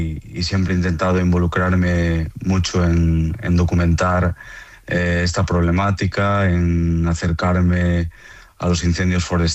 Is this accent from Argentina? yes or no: no; Galicia, Spain; Es un tema estructural en mi tierra, en Galicia, muy relacionado con la despoblación